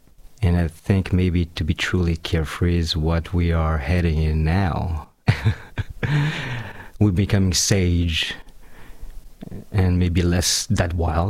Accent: Madagascar; first language French; English is a second language; now in Hungary; I grew up in Madagascar, not speaking Hungarian, speaking French, because I grew up in a French environment and went to French school. So French became my mother tongue, even though I'm not French at all.

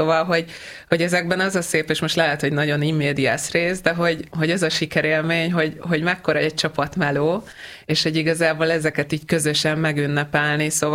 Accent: Hungary; oké, hogy gánai magyar vagyok, de azért tudok mást is csinálni

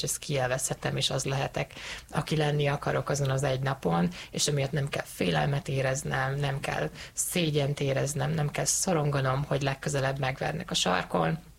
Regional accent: Hungary; Én ugye transznemű fiatalként nőttem fel Magyarországon, egy vidéki kis faluban

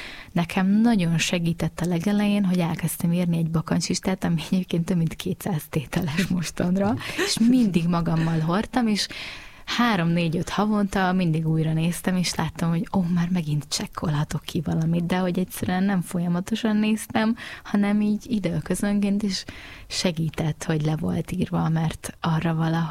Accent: Lébény, Győr-Moson-Sopron, Hungary

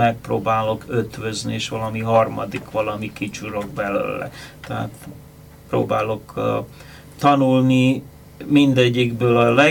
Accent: Hungary; moved away; azt sem mondom, hogy amerikai vagyok, ha bár már többet éltem kint, mint idehaza.

